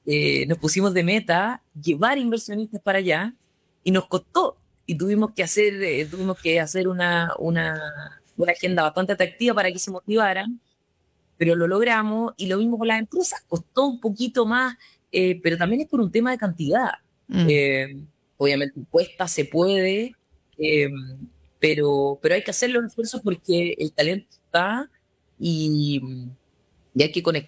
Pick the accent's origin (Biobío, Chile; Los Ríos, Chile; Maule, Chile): Maule, Chile; Linares; born there; Yo nací en el Maule, en el Linares específicamente